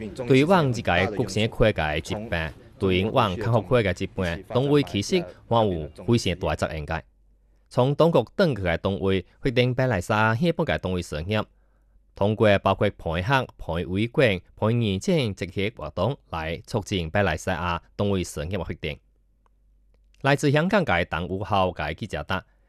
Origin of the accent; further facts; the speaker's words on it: Taiwan; 毕竟我来自台湾，动手实践能力相对有兴趣